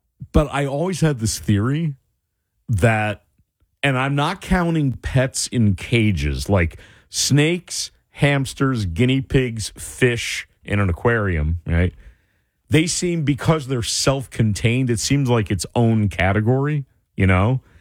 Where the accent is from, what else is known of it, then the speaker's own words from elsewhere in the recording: Rahway, New Jersey, United States; I grew up in Rahway.